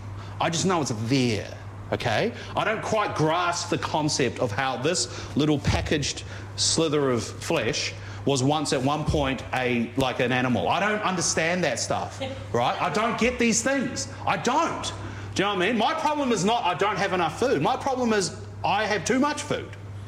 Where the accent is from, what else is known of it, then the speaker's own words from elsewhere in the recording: Auckland, New Zealand; I grew up in Auckland, the land of Uber Eats.